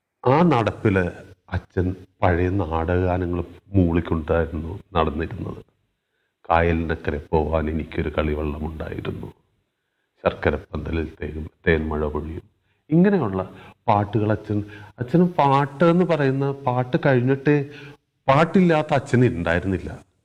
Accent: Kaloor, Kerala, India; യഥാർത്ഥത്തിൽ ഒരു ഗ്രാമത്തിലും ഒരു രാത്രിയിലധികം ഞാൻ താമസിച്ചിട്ടുണ്ടാവില്ല, എനിക്ക് അങ്ങനെ ഒരു പശ്ചാത്തലവും ഇല്ല. പക്ഷേ ഞാൻ ജനിച്ചു വളർന്ന കലൂര്, ഞാൻ ജനിക്കുന്ന കാലത്ത് ഏകദേശ

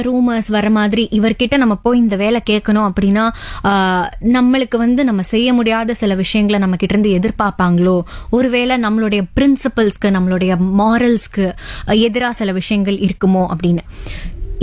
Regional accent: Chennai, Tamil Nadu, India; born there; என்னோட சொந்த ஊர் சென்னை கிடையாது, ஆனா ஒரு 5 வயசு 6 வயசுல இருந்தே நான் சென்னையில இருக்கேன், மாறி மாறி இருக்கேன்.

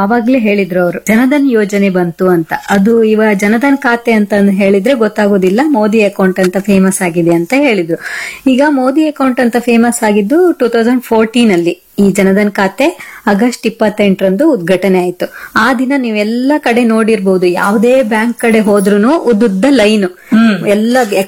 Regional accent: Karnataka, India; ನಾವೆಲ್ಲ ಅಪ್ಪಟ ಕನ್ನಡಿಗರು ಅಲ್ವಾ ಅಪ್ಪಟ ಕನ್ನಡಿಗರು ನಾವು

